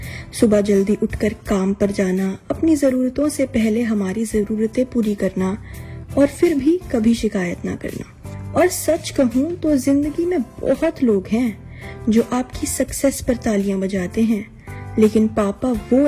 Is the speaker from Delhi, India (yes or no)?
yes; Delhi, India; और मैं दिल्ली से हूँ।